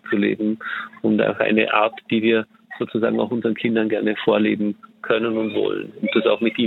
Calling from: Dornbirn, Vorarlberg, Austria; Wir kommen aus Dornbirn und sind mit 6 Kindern dabei und eben mit meiner Frau Veronika.

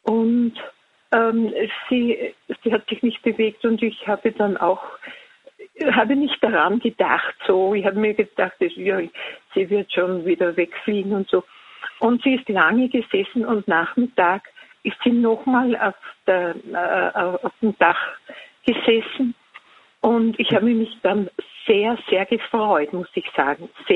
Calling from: Upper Austria, Austria; aus Oberösterreich

